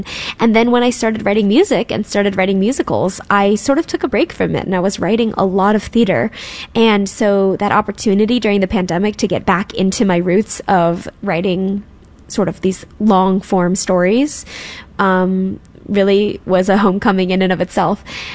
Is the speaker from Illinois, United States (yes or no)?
no; St. Louis, Missouri, United States; born there